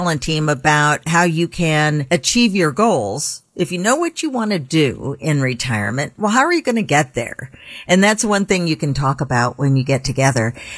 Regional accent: Midwest, United States; You know, you mentioned I grew up in the Midwest, which I did.

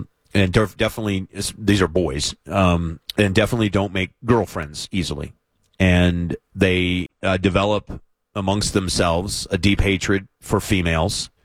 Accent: United States

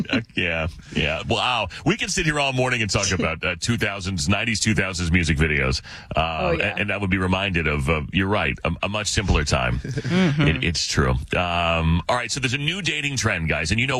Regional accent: Arizona, United States; Yeah, well, I mean, it's my home state, so I recognize the red rocks.

